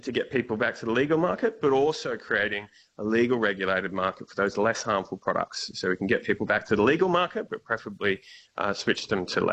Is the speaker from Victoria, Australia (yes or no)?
yes; Victoria, Australia; my home state of Victoria